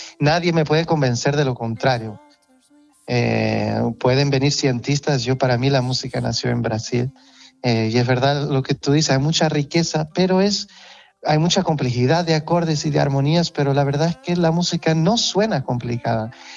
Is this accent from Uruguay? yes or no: no; Portugal; Spanish is a second language; now in Catalonia, Spain; Y yo era el único artista portugués que venía en España y hacía una gira.